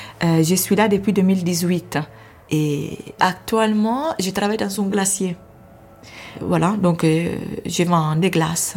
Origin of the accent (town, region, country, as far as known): Italy; moved away